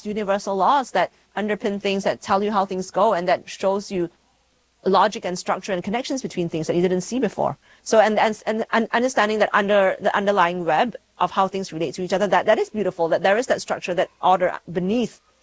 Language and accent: English; Malaysia; now in Houston, United States; So I grew up in Malaysia